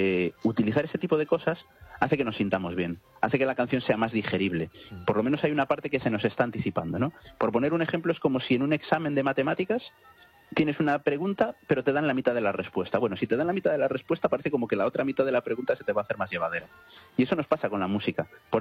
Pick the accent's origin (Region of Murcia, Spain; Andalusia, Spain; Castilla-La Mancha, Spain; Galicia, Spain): Galicia, Spain; Yo que soy gallego, la música tradicional gallega tiene mucho ritmo ternario.